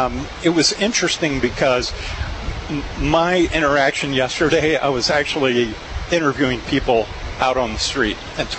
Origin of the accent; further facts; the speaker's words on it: St. Louis, Missouri, United States; And I grew up in St. Louis, so I've been a Cardinal fan my entire life. It's assigned to you at birth when you grow up in St. Louis and you're born there.